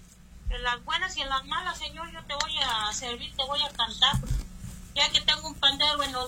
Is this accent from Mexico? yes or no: yes; Pénjamo, Guanajuato, Mexico; born or raised there; moved away as an adult; also born or lived in Baja California; now in United States